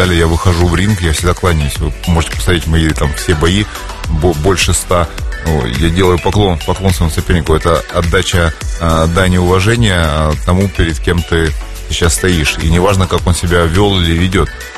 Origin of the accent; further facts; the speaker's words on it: Kharkiv, Kharkiv Oblast, Ukraine; я родом из Советского Союза, из Украины, из города Харьков.